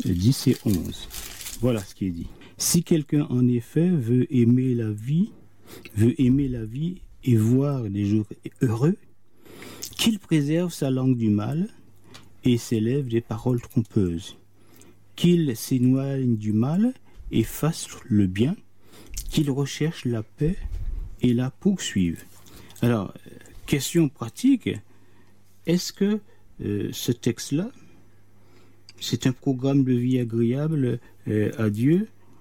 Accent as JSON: {"language": "French", "country": "Guadeloupe", "tie": "born or raised there", "said": "quand on était plus jeune, chez nous en Guadeloupe"}